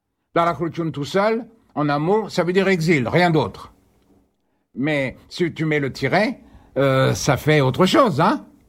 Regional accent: Paris, Île-de-France, France; Au fond, moi je suis né à Paris, hein. J'ai grandi à Paris.

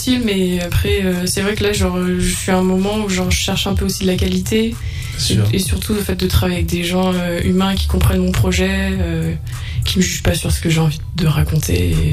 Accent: Auvergne-Rhône-Alpes, France; also born or lived in Montpellier; Moi je viens de la Drôme, ouais.

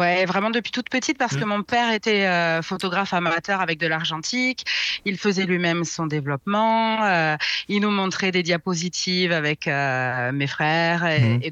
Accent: Nice, Provence-Alpes-Côte d'Azur, France; also born or lived in Paris; Alors, je suis d'ici et d'ailleurs, en vrai, je suis parisienne de naissance. Ouais. Oh là là, dans le Gers. J'ai vécu la plupart du temps, enfin jusqu'à mes 22 ans, à Nice néanmoins

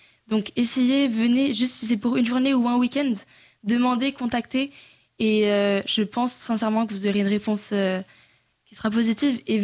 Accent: Bayonne, Nouvelle-Aquitaine, France; Cette année, on est 6 et on vient de Bayonne.

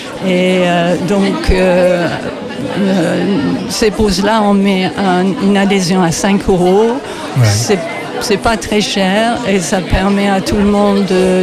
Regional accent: England, United Kingdom; French is a second language; now in France; moi en tant qu'anglaise d'origine

